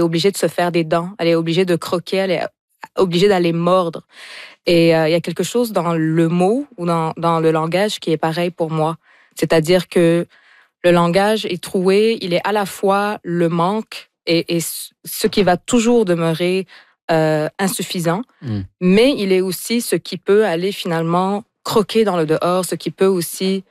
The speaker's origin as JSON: {"language": "French", "town": "Beirut", "region": "Beirut Governorate", "country": "Lebanon", "tie": "born or raised there", "moved": "yes", "said": "Beyrouth, qui est ma ville natale."}